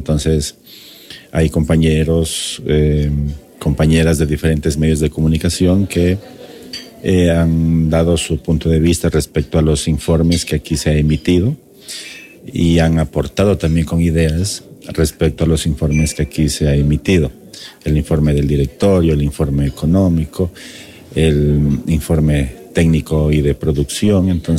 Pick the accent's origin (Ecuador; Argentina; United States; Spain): Ecuador; southern border; en la frontera sur de donde yo vengo.